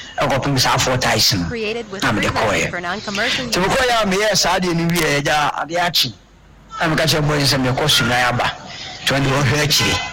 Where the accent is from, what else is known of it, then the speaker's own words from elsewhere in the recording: Kumasi, Ashanti, Ghana; I'm from Kumasi.